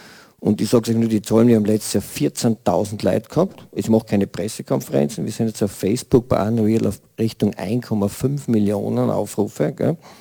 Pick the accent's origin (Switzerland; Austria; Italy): Austria; Fürstenfeld, Styria; Ich komme aus einem Arbeiterviertel, aus Fürstfeld, bin mit denen alle aufgewachsen